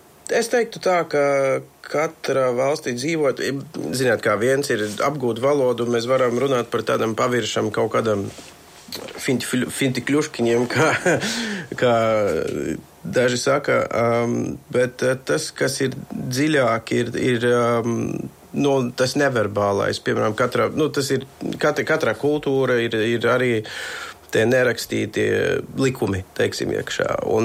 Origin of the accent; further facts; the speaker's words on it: Bulgaria; es, kā es teicu, esmu pārsvara bērnību pavadījis Bulgārijā